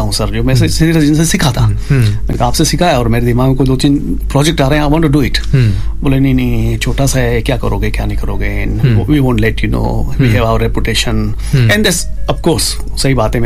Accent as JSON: {"language": "Hindi", "town": "Udaipur", "region": "Rajasthan", "country": "India", "tie": "born or raised there"}